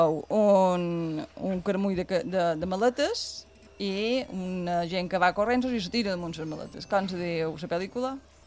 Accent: Vilafranca de Bonany, Balearic Islands, Spain; Jo vaig anar com a bona vilafranquera a l'Escremat, a l'escola d'Escremat.

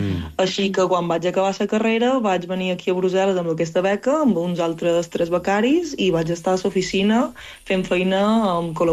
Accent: Palma, Balearic Islands, Spain; Jo sóc de Palma, de Rafal.

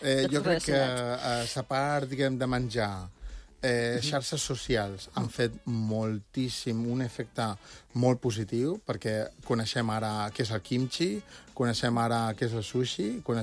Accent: Barcelona, Catalonia, Spain; I, per exemple, jo, evidentment, se'm nota que som de Barcelona

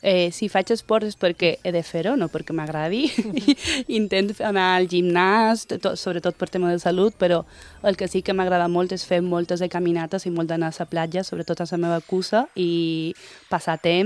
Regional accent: Palma, Balearic Islands, Spain; accent: Palma Mallorquin (jonguet); meus pares no són mallorquín parlants, són castellanoparlants, però bé, nosaltres xerrem mallorquí. Jo, en el meu cas, xerro mallorquí perquè he crescut tota la meva vida aquí a Mallorca.

